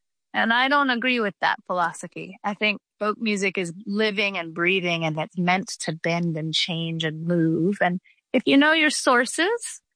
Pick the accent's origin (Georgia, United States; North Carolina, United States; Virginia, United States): Georgia, United States; Atlanta; We were born, … and I were born and raised in Atlanta, Georgia.